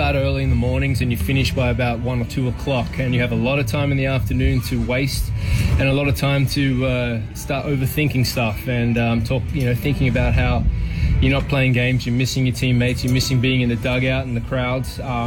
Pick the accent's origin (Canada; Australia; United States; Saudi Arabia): Australia; Obviously, I'm from Australia as well, so it's been an interesting week so far.